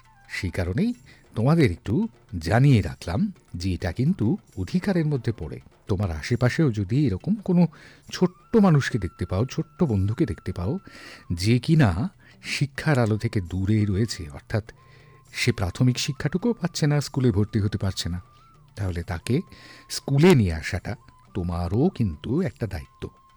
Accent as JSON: {"language": "Bangla", "country": "India", "said": "সেই ভারতেরই বাসিন্দা আমরা, তাই আমরা সকলেই তো ভারতীয়"}